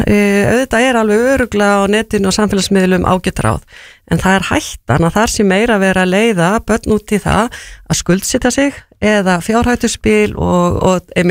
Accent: Húsavík, Northeastern Region, Iceland; ég er frá Húsavík

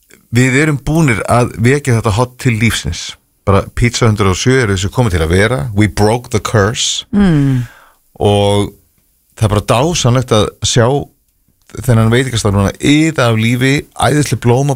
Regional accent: Reykjavík, Capital Region, Iceland; ég fættur og uppalinn á Sólvallagötu sem bara nokkrum húsum frá og ég hef aldrei farið úr Vesturbænum

